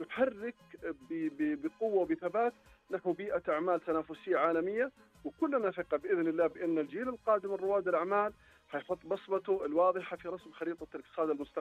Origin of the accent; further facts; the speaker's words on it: Saudi Arabia; إحنا سعوديين